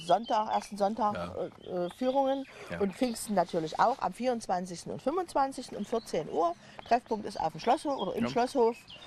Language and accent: German; Saxony, Germany; born there